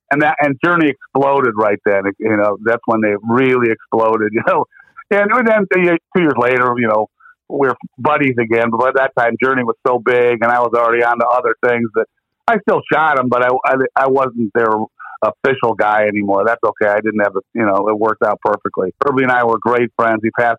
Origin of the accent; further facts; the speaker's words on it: Cleveland, Ohio, United States; And I'm like, a kid, I'm from Cleveland.